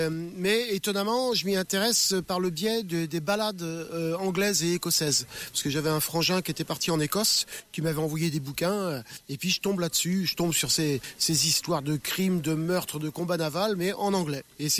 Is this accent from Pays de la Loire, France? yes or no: yes; Nantes, Pays de la Loire, France; je suis né à Nantes, d'une mère malouine et d'un père de Château-Gontier, comme tous les Nantais, hein, c'est une ville de carrefour, quoi. Et donc je suis un pur jus Nantais